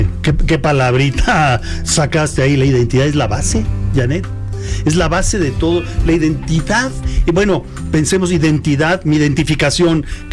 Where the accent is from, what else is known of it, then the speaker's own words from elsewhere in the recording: Mexico; Si nosotros como mexicanos entendemos nuestras raíces, lo que somos, de dónde venimos, cómo somos